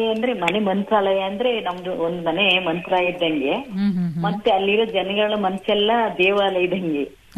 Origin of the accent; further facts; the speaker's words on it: Karnataka, India; now in Hassan, India; ಬೆಳಮೆ ಅಂತ ಮೇಡಮ್, ಪಾಳ್ಯ ಬಾಳು ಇದೆಯಲ್ಲ, ಅದ್ರ ಮುಂದೆ ಅದ್ ಎದುರುಗ ಸಿಗುತ್ತೆ ಮಧ್ಯದಲ್ಲಿ, ಅಲ್ಲಿ ರೈತಿಗೆ ಹೋದ್ರೆ ಅಲ್ಲಿ ಬೆಳಮೆ ಅಂತ ಇದೆ